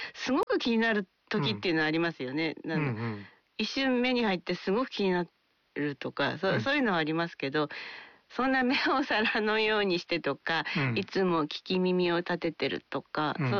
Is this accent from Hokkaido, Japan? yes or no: yes; Otaru, Hokkaido, Japan; 私の生まれ故郷の小樽